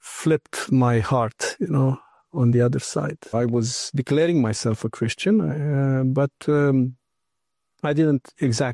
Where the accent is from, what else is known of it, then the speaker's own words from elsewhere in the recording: Romania; I was born in Romania, 1976. It was a communist country, one of the worst communist countries in the world. We didn't have heating and hot water for years.